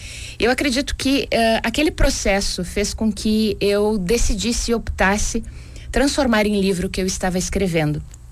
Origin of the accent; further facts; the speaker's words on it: Porto Vera Cruz, Rio Grande do Sul, Brazil; also born or lived in Nova Araçá; now in Garibaldi, Brazil; A minha cidade natal é Porto Vera Cruz, lá na fronteira do estado, mas morei quase 20 anos na região da Serra já.